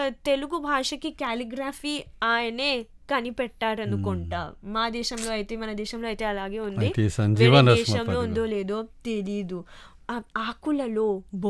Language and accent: Telugu; Mauritius; నేను అన్నా నేను మారిషస్ నుంచి వచ్చాను మారిషస్ నుంచి వచ్చానని వినగానే